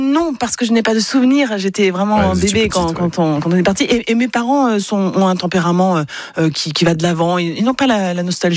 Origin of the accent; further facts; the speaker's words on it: Le Creusot, Bourgogne-Franche-Comté, France; born there; accent: Burgundian; c'est mieux vu de reproduire l'accent bourguignon. Je suis né au Creusot, en Bourgogne.